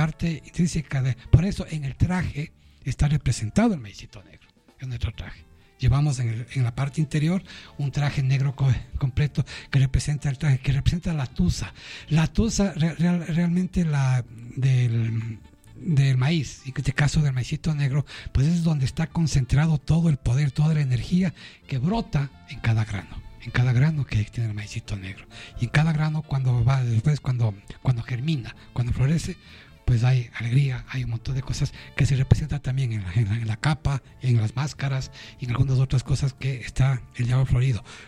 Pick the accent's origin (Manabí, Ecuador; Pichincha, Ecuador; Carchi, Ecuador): Pichincha, Ecuador; Quito; todos los que vivimos en Coto Collao, los que somos de Coto Collao, hemos nacido así y hemos vivido así desde siempre.